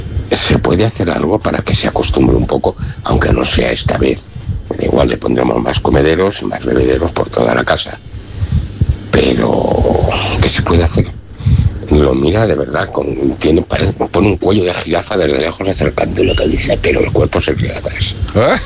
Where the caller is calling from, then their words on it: Mutilva, Navarre, Spain; de Mutilva